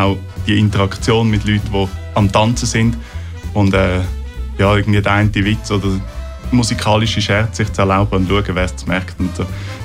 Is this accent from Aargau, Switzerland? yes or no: no; Zurich, Switzerland; Also ich bin im Zürich Oberland aufgewachsen und das ist wahrscheinlich wie so eine Übergangsregion, die total zürich-orientiert ist.